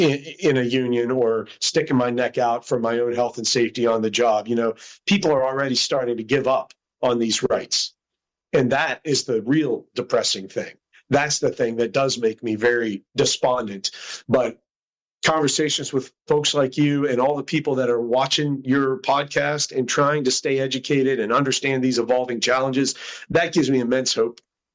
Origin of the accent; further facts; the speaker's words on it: Morgantown, West Virginia, United States; born there; Well, I started off, I was born in Morgantown, and my mom's from Greenbrier County, more far southern, Nicholas Greenbrier areas. My dad's from up in Altoona, PA, railroad country. And they met up around Morgantown, so that's where I came into the picture.